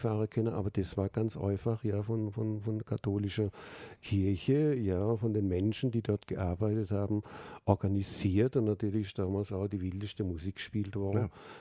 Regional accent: Salzburg, Austria; also born or lived in Germany; Ich bin jetzt in Salzburg sozialisiert worden. Ich komme ursprünglich aus dem Deutschen.

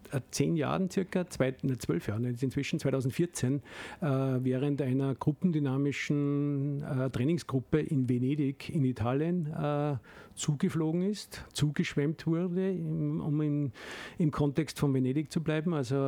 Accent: Steyr, Upper Austria, Austria; born there; now in Wolfsberg, Austria; Ich bin ein Kind der 60er Jahre, geboren 1964 in Steyr in Oberösterreich, lebe mit meiner Familie in Kärnten in Wolfsberg, arbeite hier in Salzburg bei der Firma Comment als Marketing-Bereichsleiter seit 19 Jahren.

